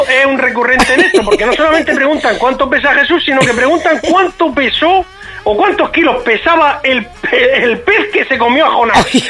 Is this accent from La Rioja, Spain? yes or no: no; Region of Murcia, Spain; yo soy murciano